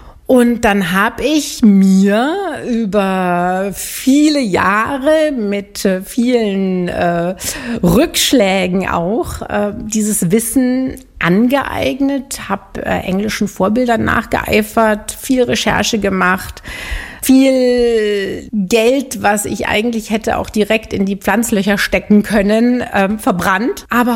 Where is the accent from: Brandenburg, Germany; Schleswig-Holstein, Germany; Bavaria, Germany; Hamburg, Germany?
Bavaria, Germany; Munich; moved away as an adult; also born or lived in New England / France / Switzerland; Also ich bin tatsächlich direkt neben dem Hofbräuhaus in München aufgewachsen, ohne Garten, ohne Balkon.